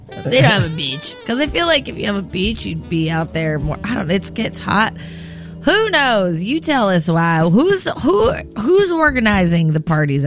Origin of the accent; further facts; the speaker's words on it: California, United States; I mean, growing up in California, especially at that time, one of the top 10 party schools